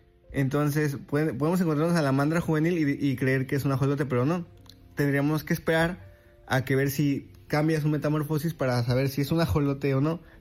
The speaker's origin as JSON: {"language": "Spanish", "country": "Mexico", "said": "cuando celebremos todo aquello que nos identifica como mexicanos"}